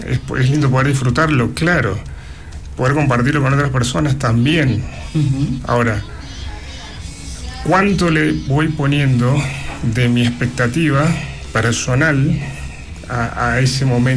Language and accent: Spanish; Argentina; born there; Fútbol es un tema que nos atraviesa a todos como argentinos, mucho. A mí me atravesó desde chico, ¿no? Nací acá, en este país.